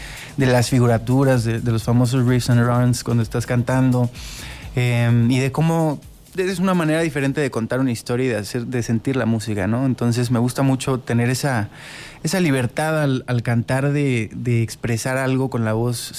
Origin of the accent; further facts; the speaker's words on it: Mexico; aparte de ser mexicano, soy americano por parte de mi padre.